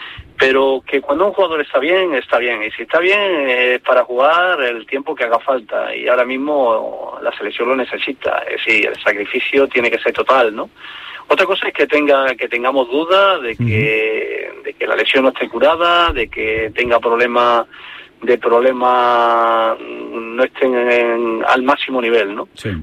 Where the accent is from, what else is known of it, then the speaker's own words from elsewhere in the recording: Andalusia, Spain; Evidentemente, como andaluz